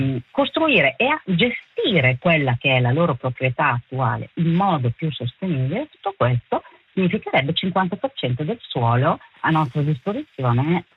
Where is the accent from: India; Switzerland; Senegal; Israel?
Switzerland